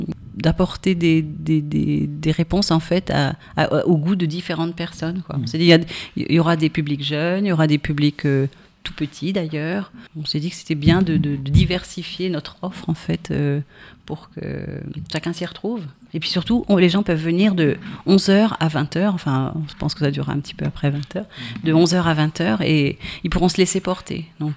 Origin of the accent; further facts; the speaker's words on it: Centre-Val de Loire, France; soit du sud, l'Auchois d'où je viens moi